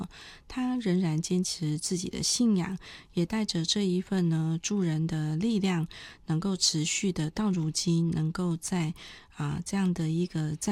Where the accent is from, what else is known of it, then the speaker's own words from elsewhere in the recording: Taiwan; 把我们台湾人带到那里来帮助。